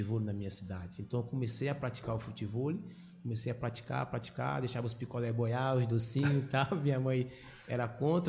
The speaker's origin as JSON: {"language": "Portuguese", "town": "União dos Palmares", "region": "Alagoas", "country": "Brazil", "moved": "yes", "said": "Eu sou do interior de Alagoas, né? De uma cidade chamada União dos Pomares, terra de Zumbi dos Pomares"}